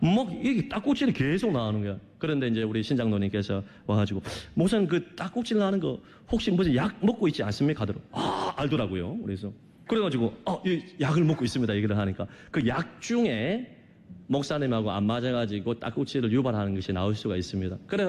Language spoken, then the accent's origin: Korean; Geochang, South Gyeongsang, South Korea; born or raised there; moved away